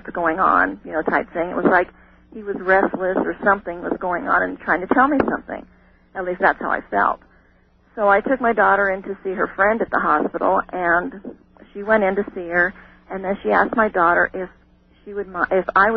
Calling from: Crowheart, Wyoming, United States; also born or lived in Oregon; I'm calling from Crowheart, Wyoming.

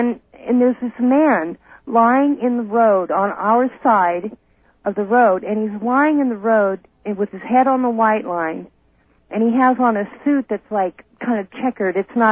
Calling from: Merced, California, United States; I'm calling from Merced, KYOS.

